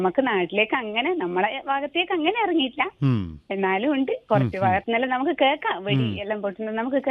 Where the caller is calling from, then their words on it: Aralam, Kerala, India; ഇത് ഇരിട്ടി ആറളം.